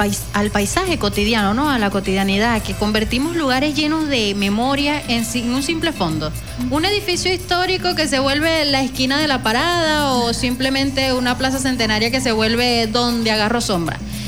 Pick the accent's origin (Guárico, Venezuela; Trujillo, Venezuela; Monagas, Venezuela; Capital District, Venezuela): Monagas, Venezuela; Aguasay; Yo soy de Aguasay.